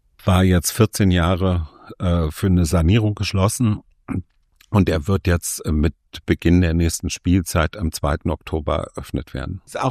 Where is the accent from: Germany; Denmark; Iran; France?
Germany; Berlin; Also ich bin Westberliner, bin an der Sonnenallee aufgewachsen